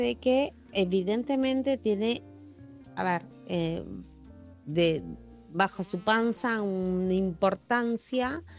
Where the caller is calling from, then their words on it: Buenos Aires, Argentina; De Parque Patricios.